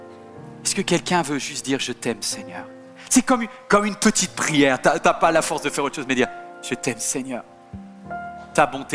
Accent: Guadeloupe, France; also born or lived in Martinique; J'ai été élevée en Guadeloupe, en Martinique, on m'a pris... Moi, j'étais en Bretagne.

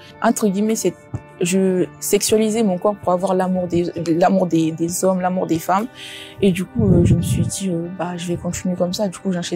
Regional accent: Guinea; born there; Je suis d'origine guinéenne, je viens d'une famille musulmane très très pratiquante. Du coup, je suis née en Guinée.

